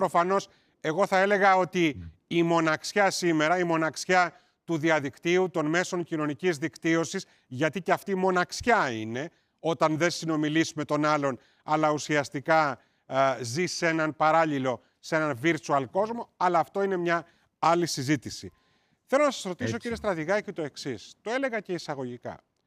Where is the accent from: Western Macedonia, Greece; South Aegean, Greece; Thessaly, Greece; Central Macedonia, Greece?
Thessaly, Greece; Volos; moved away as an adult; Είναι άλλο πράγμα όταν εγώ έφυγα από το Βόλο για να σπουδάσω στη Θεσσαλονίκη